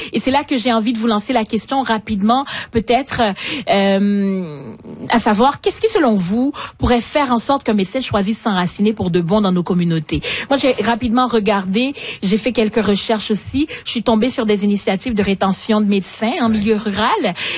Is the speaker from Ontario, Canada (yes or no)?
yes; Ontario, Canada; Chez nous, en Ontario